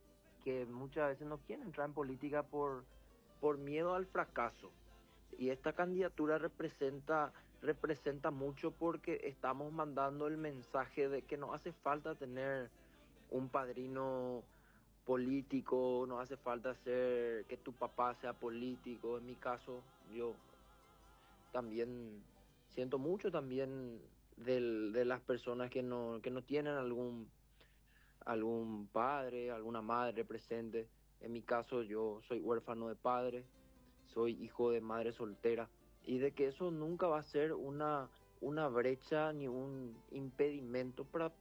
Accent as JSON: {"language": "Spanish", "town": "Coronel Oviedo", "region": "Caaguazú", "country": "Paraguay", "said": "nosotros somos paraguayos, somos obetenses"}